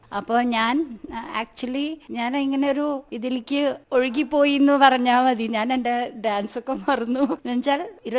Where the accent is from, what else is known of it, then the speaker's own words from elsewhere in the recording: Mumbai, Maharashtra, India; now in Kerala, India; ഞാൻ ജനിച്ച് വളർന്നത് ബോംബെയിലാണ്.